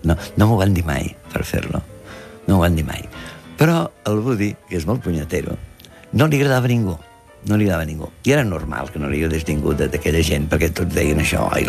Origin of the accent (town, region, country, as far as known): Catalonia, Spain